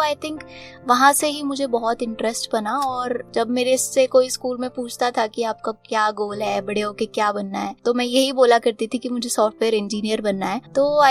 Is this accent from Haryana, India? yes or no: yes; Ambala, Haryana, India; And मैं अम्बाला से belong करती हूँ। मैंने स्कूलिंग अपनी अम्बाला डीसी मॉडल स्कूल से की है